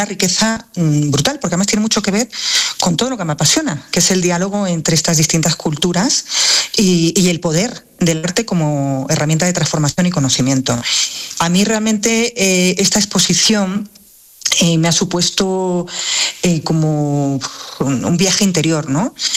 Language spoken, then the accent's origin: Spanish; Andalusia, Spain; Y me hace descubrir otra mirada hacia lo que hacemos en Andalucía o lo que hacemos en España